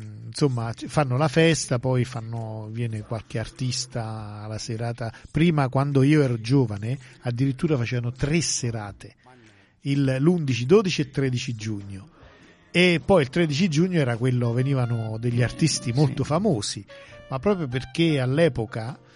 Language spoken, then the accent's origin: Italian; San Giorgio La Molara, Campania, Italy; born there; moved away; al mio paese, lì a San Giorgio La Molara